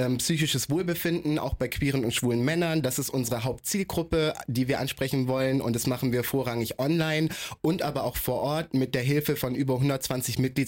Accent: Berlin, Germany; ich komme aus Berlin

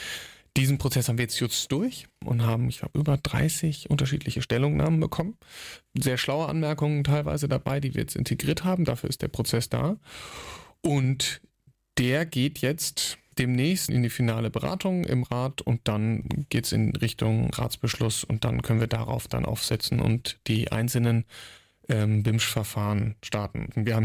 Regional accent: Lower Saxony, Germany; weil ich bin ja auch aus der Region. Ich bin wahrscheinlich einer, der am nächsten mit seiner Familie an diesem Park dran wohnt

